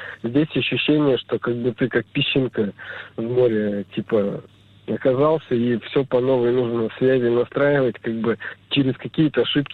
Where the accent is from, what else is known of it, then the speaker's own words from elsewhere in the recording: Magnitogorsk, Chelyabinsk Oblast, Russia; now in Perm, Russia; Мой родной город Магнитогорск. Вот, но некоторое время назад мы с женой переехали в Пермь, так как она родом из Перми, и какое-то время мы жили в Магнитогорске у нас там.